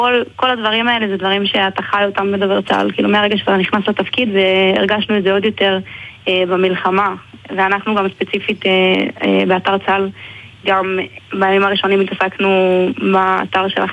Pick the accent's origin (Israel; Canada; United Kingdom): Israel; Arad, Southern District; אני בעיקרון מערד ואביטל ממחולה. אז בערך כל הארץ מפרידה בינינו